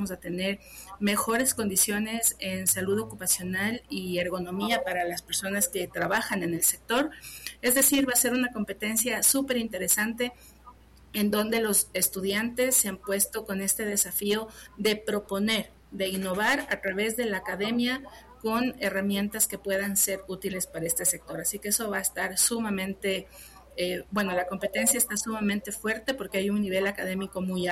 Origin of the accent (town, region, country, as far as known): Ecuador